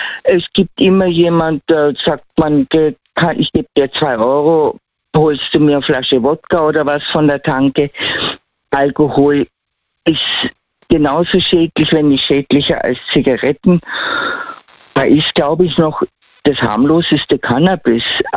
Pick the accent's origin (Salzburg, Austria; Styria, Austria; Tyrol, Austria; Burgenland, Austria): Tyrol, Austria; accent: Tyrolean